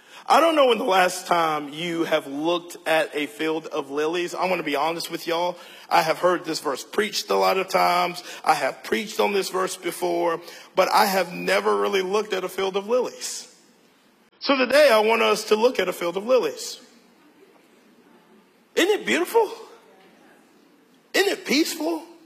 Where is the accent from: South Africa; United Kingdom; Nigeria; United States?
United States; the South; Y'all, I'm from the South. When I think about a rocking chair, I'm thinking about Cracker Barrel, y'all.